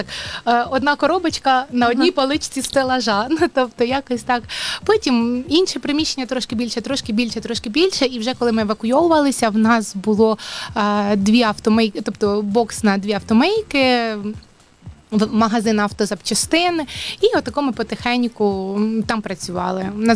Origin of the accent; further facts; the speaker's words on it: Pokrovsk, Donetsk Oblast, Ukraine; now in Ivano-Frankivsk Oblast, Ukraine; в Покровському, в нашому